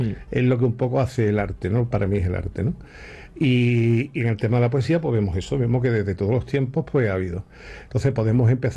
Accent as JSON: {"language": "Spanish", "region": "Andalusia", "country": "Spain"}